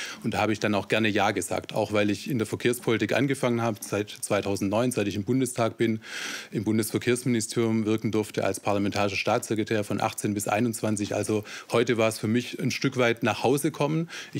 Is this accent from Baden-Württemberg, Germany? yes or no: yes; Ludwigsburg, Baden-Württemberg, Germany; Nein, also ich komme aus Ludwigsburg